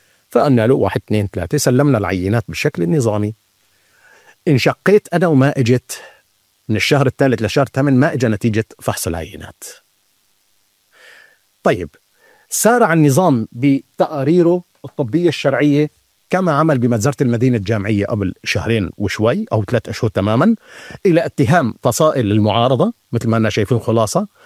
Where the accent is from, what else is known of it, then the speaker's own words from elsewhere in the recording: Aleppo, Aleppo Governorate, Syria; الحلب هي مدينتي